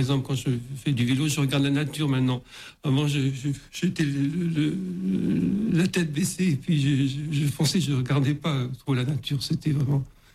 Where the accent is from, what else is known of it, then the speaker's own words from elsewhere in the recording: Lourdes, Occitanie, France; Et je me suis présenté, je lui ai dit que je venais de Lourdes.